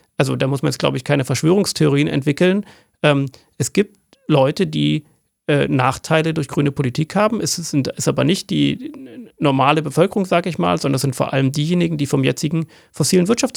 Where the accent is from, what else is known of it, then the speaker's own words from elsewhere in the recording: Germany; als Deutsche, wir produzieren 2% des weltweiten CO2-Ausstoßes, aber haben 1% der weltweiten Bevölkerung.